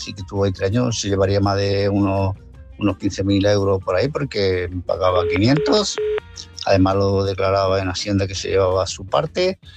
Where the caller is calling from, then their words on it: Málaga, Andalusia, Spain; de Málaga.